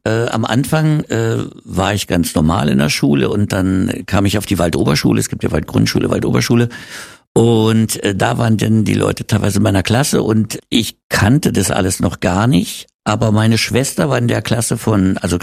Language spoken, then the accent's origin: German; Berlin, Germany; also born or lived in Wedding, Berlin; Ja, und ich bin aber in Wittenau aufgewachsen.